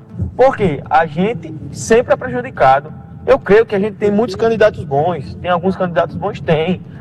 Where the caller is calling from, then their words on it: Paraíba, Brazil; Eu, como paraibano